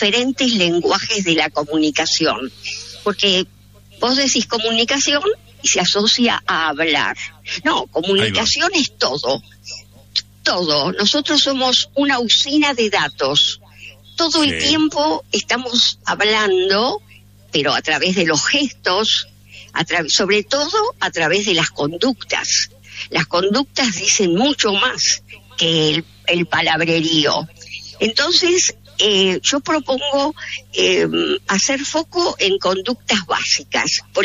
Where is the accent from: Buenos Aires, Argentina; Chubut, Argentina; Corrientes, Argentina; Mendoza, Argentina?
Buenos Aires, Argentina; Soy típica porteña que habla rápido.